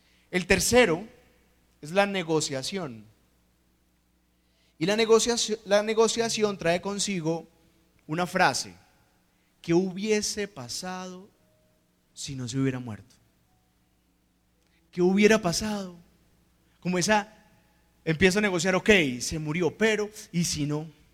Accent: Puerto Rico, Caquetá, Colombia; moved away; soy de Puerto Rico, Caquetá.

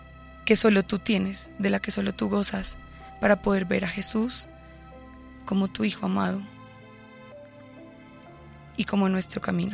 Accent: Bogotá, Colombia; born there; yo en realidad nací sí, en Bogotá el 24 de julio del 94. Mis papás me tuvieron acá, pero toda mi familia es costeña. Es de un pueblo que se llama Tolú, en Sucre.

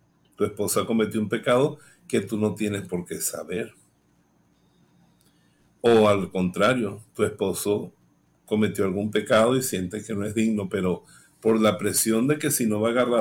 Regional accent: Venezuela; como decimos los venezolanos

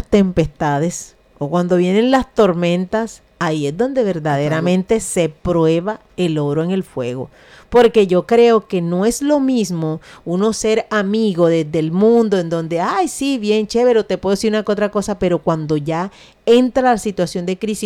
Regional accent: Córdoba, Colombia; moved away; ustedes saben que yo vengo de Córdoba

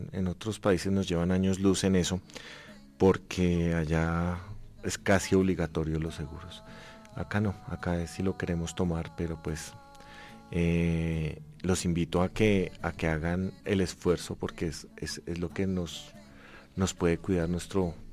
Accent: Colombia; Me siento orgulloso de ser colombiano

